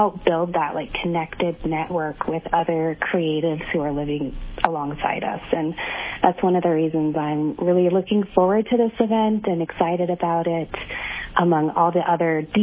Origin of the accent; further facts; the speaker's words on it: Bethel, Alaska, United States; I'm non-Indigenous, but I was born and raised in Bethel